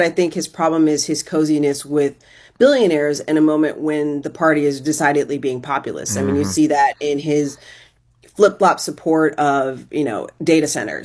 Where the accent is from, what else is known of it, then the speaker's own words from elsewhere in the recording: Ohio, United States; also born or lived in Indiana; now in California, United States; I'm originally from Ohio, and I spent some time in Indiana